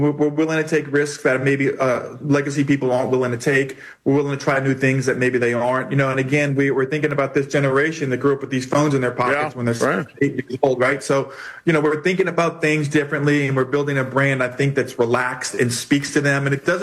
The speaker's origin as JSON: {"language": "English", "town": "New Orleans", "region": "Louisiana", "country": "United States", "said": "I'm from New Orleans. I went to LSU, yes."}